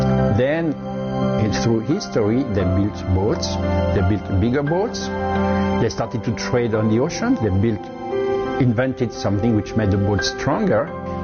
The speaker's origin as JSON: {"language": "English", "region": "Brittany", "country": "France", "second_language": "English", "said": "I am from Brittany, the western part of France. I was born in a family of maritime tradition."}